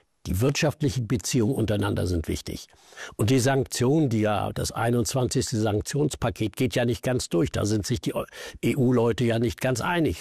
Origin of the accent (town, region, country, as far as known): Germany